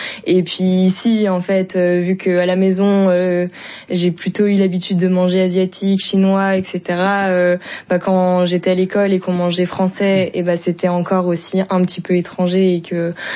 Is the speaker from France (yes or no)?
yes; France; born there; Oui, et puis moi je suis née en France et j'ai des origines chinoises, et quand je vais en Chine, je me sens étrangère